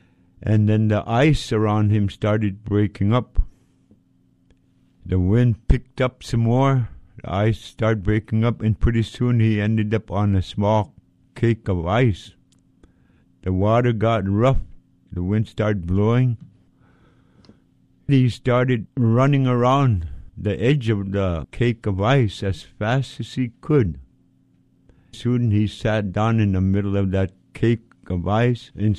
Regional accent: Point Hope, Alaska, United States; I'm an Inupiaq from Tikilak, Point Hope, Alaska.

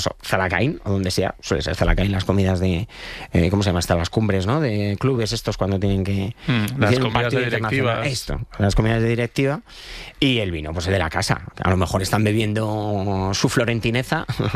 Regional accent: Leganés, Community of Madrid, Spain; aunque he criado en Leganés

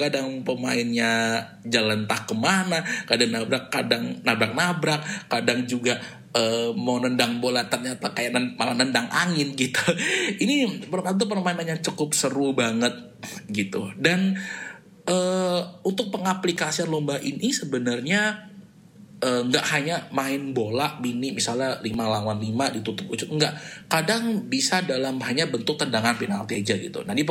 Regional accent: Indonesia; now in Melbourne, Australia; ketika kita berada di tempat asal kita ya di Indonesia

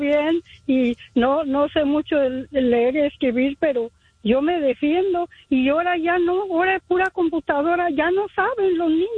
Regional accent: Guanajuato, Mexico; moved away as an adult; del estado de Guanajuato, de un rinconcito de Guanajuato, cerquita de Pénjamo

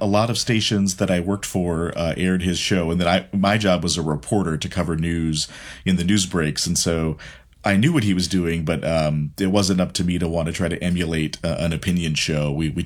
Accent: Marshall, Minnesota, United States; in my hometown in Marshall, Minnesota.

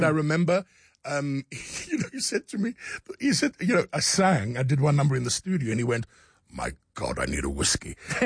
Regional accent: South Africa; You know, we come from South Africa. The rand doesn't stretch very far.

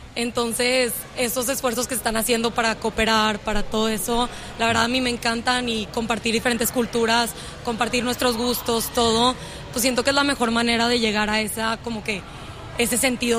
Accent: Monterrey, Nuevo León, Mexico; nosotros nos identificamos como mexicanas

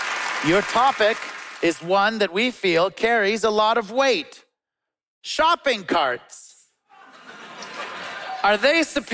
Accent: Toronto, Ontario, Canada; We're back here in my hometown, Toronto.

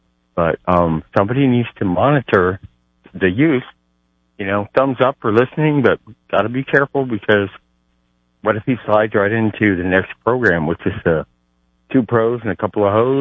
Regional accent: Arizona, United States; Is, I grew up in Arizona, but I'm Pirates and Steelers by virtue of my dad.

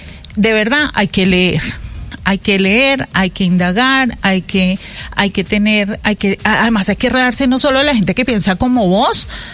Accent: Cali, Valle del Cauca, Colombia; also born or lived in Armenia; yo me crié en Cali, o sea, yo nací en Armenia y me crié en Cali

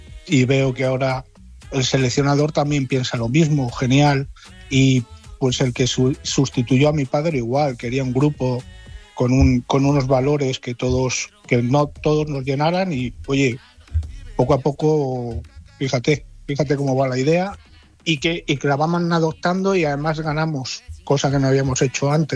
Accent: Spain; Oh, pues una alegría enorme. Primero porque soy español y segundo porque efectivamente, porque mi padre empezó con esto.

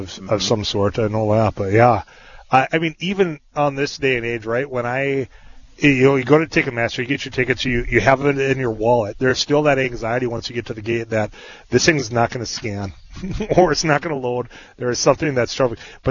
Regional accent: Leeds, United States; Now, we grew up in Leeds across from the pool, right?

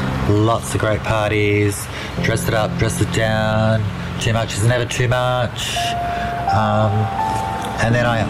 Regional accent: Victoria, Australia; I'm originally from Victoria. I'm a little bit of a gypsy, visionary type personality.

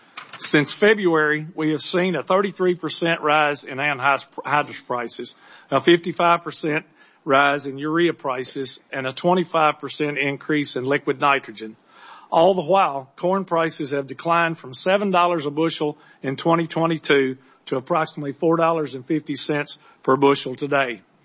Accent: Kentucky, United States; born there; In my home state of Kentucky

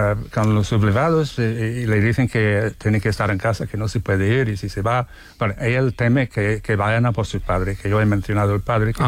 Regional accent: Ireland; Yo soy irlandés y ha tenido sus problemas con los británicos y el imperio

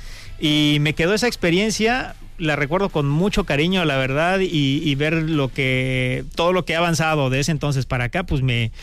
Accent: Coyuquilla Norte, Guerrero, Mexico; Y fue en mi pueblo, Coyuquilla Norte, un pueblo hermosísimo en la Costa Grande, okay, aquí del estado de Guerrero, perteneciente al municipio de Petotlán

